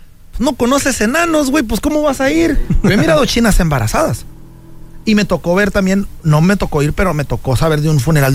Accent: Mexico

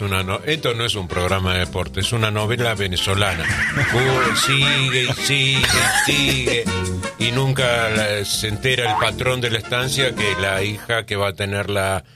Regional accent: Caballito, Buenos Aires, Argentina; Atajé en Ferro y mi parte grande de mi infancia fue en Caballito.

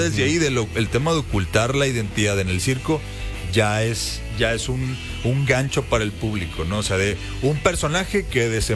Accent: Mexico; ya sabes cómo somos los mexicanos, siempre tomamos lo mejor y lo transformamos, le damos la vuelta.

